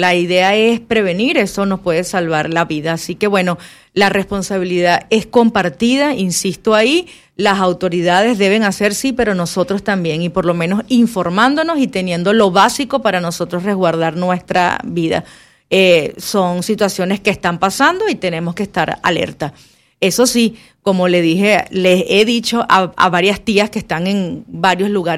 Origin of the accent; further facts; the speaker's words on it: Venezuela; moved away; como venezolanas tenemos ese trauma que pasó hace poco